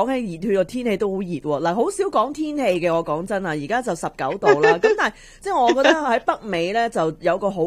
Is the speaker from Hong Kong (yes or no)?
yes; Hong Kong; moved away; 香港嘅热咧系绝对我哋香港人先承受得到啊！